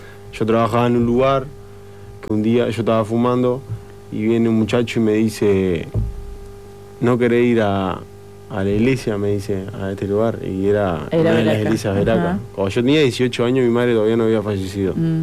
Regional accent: Rocha, Uruguay; moved away; No, soy de Rocha yo.

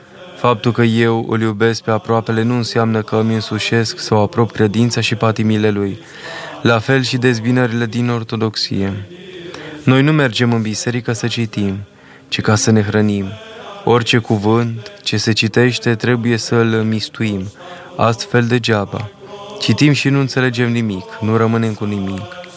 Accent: Romania; eu sunt român și așa mă consider ca un bun român și îmi iubesc neamul.

